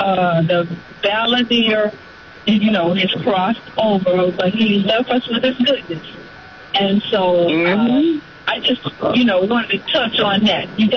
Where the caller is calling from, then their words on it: Stone Mountain, Georgia, United States; Hey, I'm calling from Stone Mountain.